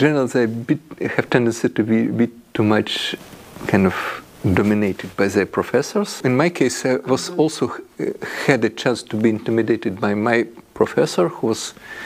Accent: Russia; English is a second language; You see, because I'm from Russia and I never been on the east of Ural Mountains in Russia, so I've seen only in very little of western part.

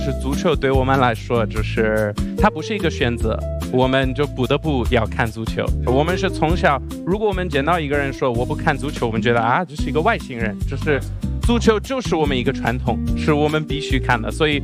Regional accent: France; Chinese is a second language; 我是有点矛盾，因为虽然 … ，我其实来自很多不同的国家啊。

